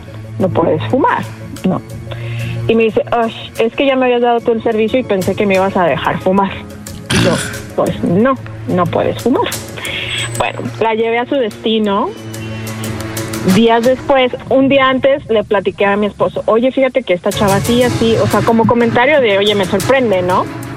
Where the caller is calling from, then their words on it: Puerto Vallarta, Jalisco, Mexico; De Puerto Vallarta.